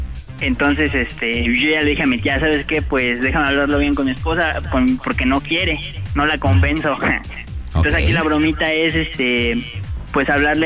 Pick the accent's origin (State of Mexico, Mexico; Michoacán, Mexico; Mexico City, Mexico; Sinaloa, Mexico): Mexico City, Mexico; now in Orizaba, Mexico; Pues acá vivo con mi familia. De hecho, yo soy de allá del DF.